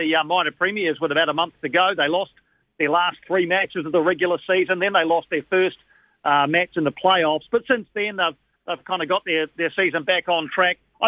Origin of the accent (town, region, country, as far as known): New Zealand